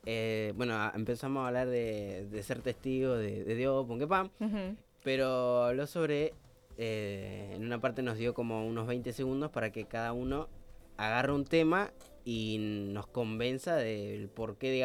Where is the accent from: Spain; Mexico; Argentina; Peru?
Argentina; se renota que somos argentinos.